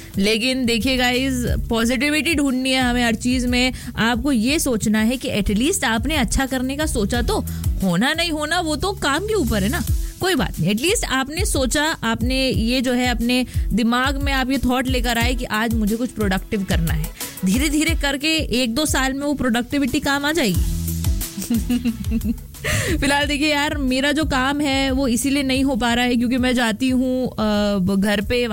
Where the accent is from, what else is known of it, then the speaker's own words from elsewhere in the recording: Bhopal, Madhya Pradesh, India; जैसे कि आपको पता है कि मैं भोपाल से हूँ